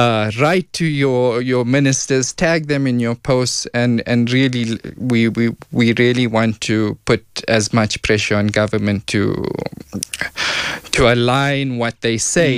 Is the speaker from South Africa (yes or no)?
yes; South Africa; As South African civil society, we really need people to be talking about this issue.